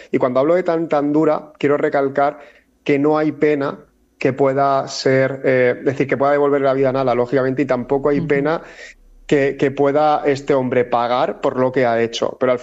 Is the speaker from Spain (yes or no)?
yes; Valencian Community, Spain; Soy de cerca de Torrevieja, nosotros residimos cerca de Santa Pola.